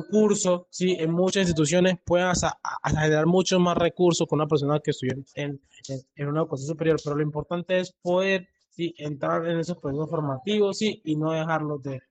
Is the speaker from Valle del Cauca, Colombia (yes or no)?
yes; Buenaventura, Valle del Cauca, Colombia; Sí, pues yo soy de Buenaventura.